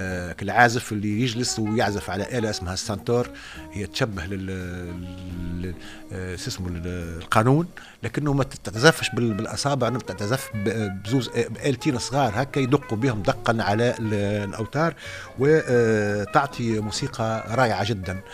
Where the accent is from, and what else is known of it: Tunisia